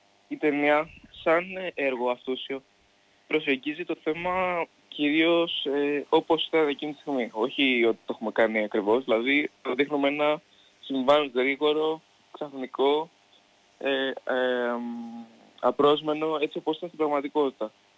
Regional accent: Greece; στο χωριό μου εδώ πέρα στις Καλλικές

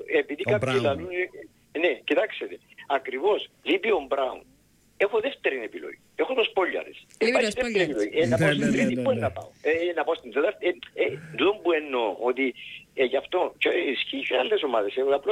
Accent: Limassol, Limassol District, Cyprus; είμαι από τη Λεμεσό.

